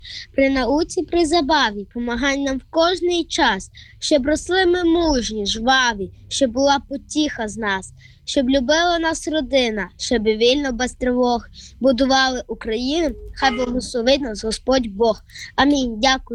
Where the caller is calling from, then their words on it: Dobryi Syn, Lviv Oblast, Ukraine; Мені 11 років. Я дзвоню із Львівської області, з села Доброго Сина.